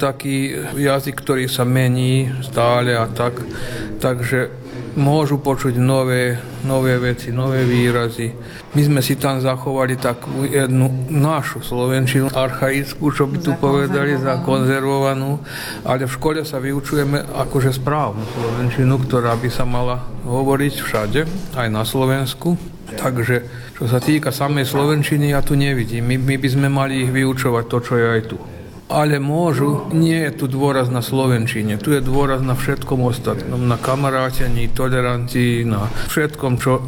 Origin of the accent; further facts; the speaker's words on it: Serbia; first language Slovak; ja sa cítim Slovák, aj čo žijem v Srbsku, ani neviem, ako by som sa inak cítil, to je môj materinský jazyk.